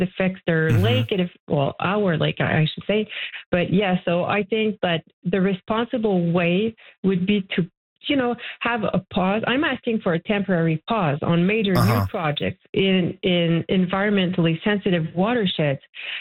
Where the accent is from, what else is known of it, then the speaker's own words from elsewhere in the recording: Mont-Tremblant, Quebec, Canada; I've been born and raised in Mont Tremblant, and I feel so blessed to be born and raised there.